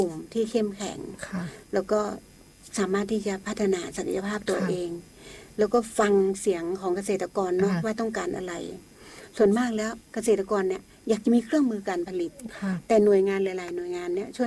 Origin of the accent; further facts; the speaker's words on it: Lamphun, Thailand; พี่เป็นคนลำพูน